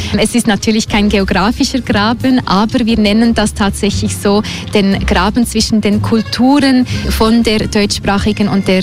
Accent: Switzerland; Ja, wie man es vielleicht hört, eher, sage ich mal, deutschsprachige Schweiz.

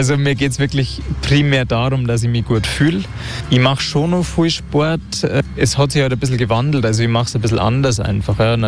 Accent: Bad Tölz, Bavaria, Germany

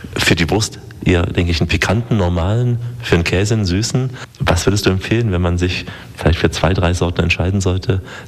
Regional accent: Saxony, Germany; Als Sachse kennt man den Bautzner.

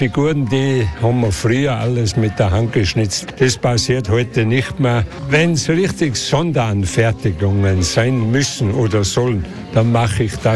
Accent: Großarl, Salzburg, Austria; Ich bin gebürtiger Großaller und Schnitzer schon seit 1971.

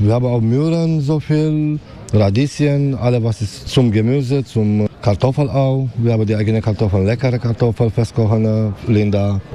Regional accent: Romania; German is a second language; now in Hamburg, Germany; Ich komme aus Rumänien.

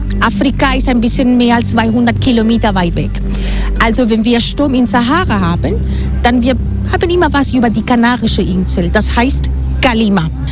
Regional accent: Spain; Also wir sind afrikanisch. Also wenn wir über Geografie sprechen, als Spanier.

